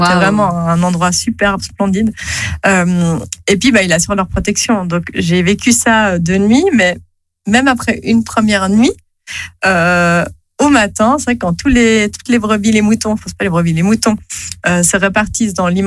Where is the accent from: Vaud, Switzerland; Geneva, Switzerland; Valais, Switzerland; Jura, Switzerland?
Geneva, Switzerland; je viens de Genève, donc on a laissé à Genève tout ce qui était à Genève